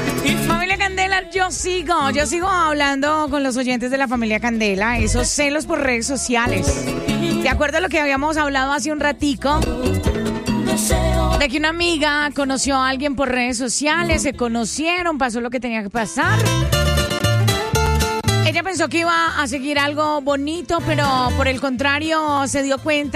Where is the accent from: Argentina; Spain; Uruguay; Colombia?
Colombia; Armenia, Quindío; desde Armenia, Quindío, mi pueblo, mi tierra.